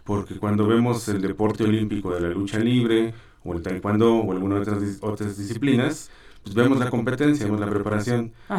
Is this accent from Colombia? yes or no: no; Mexico; es lo que nos define como mexicanos